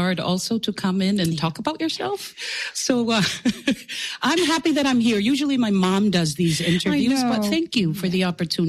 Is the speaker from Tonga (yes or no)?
yes; Tonga; I grew up here in Tonga. What a wonderful childhood. My father is from Pangai.